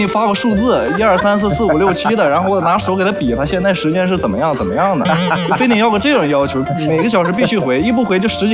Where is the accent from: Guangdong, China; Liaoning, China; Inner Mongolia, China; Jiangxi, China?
Inner Mongolia, China; Ulanqab; moved away; 内蒙古的。